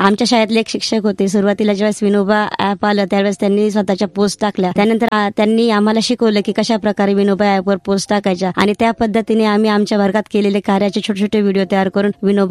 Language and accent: Marathi; Nashik, Maharashtra, India; मी proper नाशिकचीच, Nashik मध्येच माझं बालपण गेलं. काही वर्ष जुन्या नाशिकात होते, नंतर सिडको सारख्या ठिकाणी माझं बालपण गेलं.